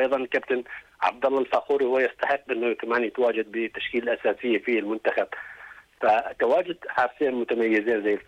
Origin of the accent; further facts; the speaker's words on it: Jordan; وبالدرجة الأولى إحنا كأردنيين أكيد يعني بعد الإنجازات اللي تحققت للمنتخب في السنوات الماضية